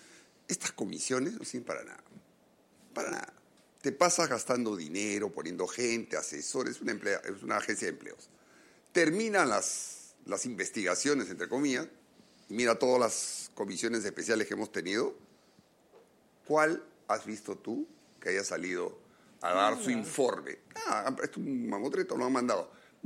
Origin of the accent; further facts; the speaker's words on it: Peru; Bueno, es que todos son peruanos, todos somos peruanos.